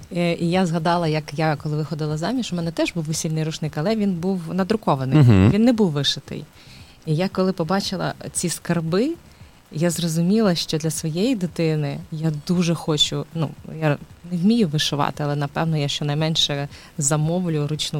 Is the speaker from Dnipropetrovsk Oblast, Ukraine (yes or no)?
yes; Dnipro, Dnipropetrovsk Oblast, Ukraine; moved away; also born or lived in Slobozhanshchyna; я ж сама з Дніпра, тому Слобожанщина – це мій рідний край.